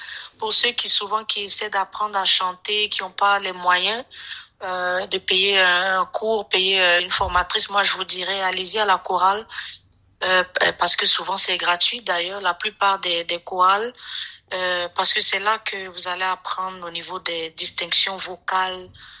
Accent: Côte d’Ivoire; now in Winnipeg, Canada; Dans mon pays, je suis née en Côte d'Ivoire

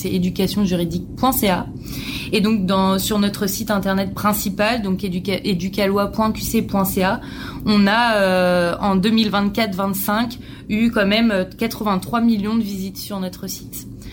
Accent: France; moved away as an adult; now in Quebec, Canada; je suis française, je suis arrivée au Québec depuis un an et demi en PVT.

